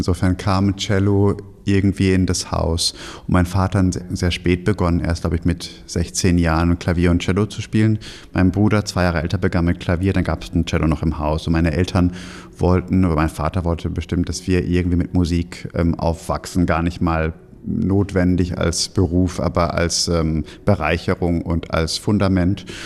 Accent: Germany; nachdem ich jetzt mein ganzes Leben in Deutschland gelebt habe. Ich bin ja in Deutschland geboren und aufgewachsen und ich habe natürlich schon einen Teil von mir, ist sicherlich in Frankreich.

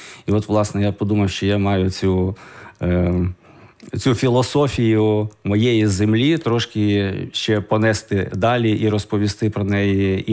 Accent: Kovel, Volyn Oblast, Ukraine; born there; сам я народився в Ковелі.

